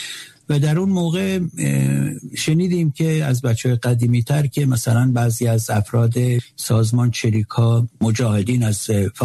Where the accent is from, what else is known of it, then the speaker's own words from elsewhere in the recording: Zagros Mountains, Iran; born there; also born or lived in Shiraz; زادگاهم دامنه کوهی از رشته کوههای زاگرس، کوه سرخ.